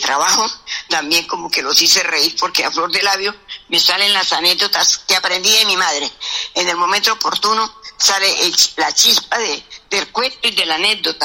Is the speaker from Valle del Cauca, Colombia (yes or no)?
no; Zapatoca, Santander, Colombia; also born or lived in Betulia; mi tierra Zapatoca, mi tierra betuliana, donde soy hija adoptiva